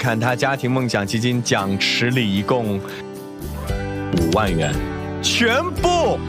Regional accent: China; 也是属于我们中国人的精神

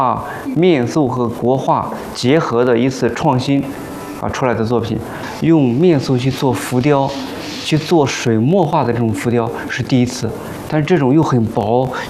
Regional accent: Shandong, China; 就是我们山东人就有这股气。

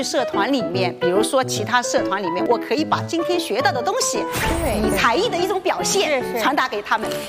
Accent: Sydney, New South Wales, Australia; 我是来自澳大利亚悉尼的粤剧票友

